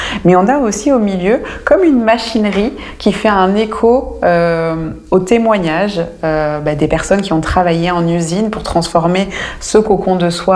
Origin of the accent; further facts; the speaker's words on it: Auvergne-Rhône-Alpes, France; ou tout simplement chez nous en Ardèche et en Drôme